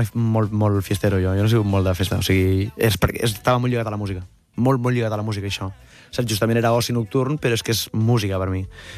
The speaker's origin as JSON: {"language": "Catalan", "town": "Cambrils", "region": "Catalonia", "country": "Spain", "tie": "born there", "said": "es van arrelar a Cambrils i ja està. I jo vaig néixer a Cambrils, ja."}